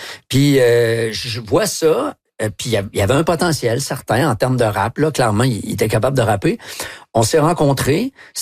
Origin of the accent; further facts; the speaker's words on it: Quebec, Canada; moi, je viens du Québec, mes parents viennent de la Côte-Nord, j'ai des amis de partout dans le monde, et je connais aucune Première Nation.